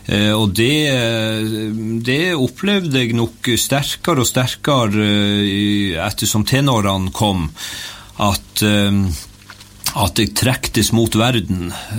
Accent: Senja, Troms, Norway; der jeg født og oppvokst på Senja og fortsatt bor.

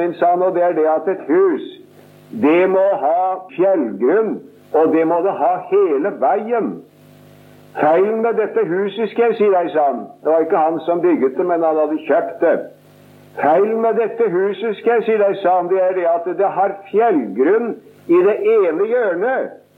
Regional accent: Sarpsborg, Østfold, Norway; Det skulle ha tatt seg ut, som vi sier hjemme i Sarpsborg.

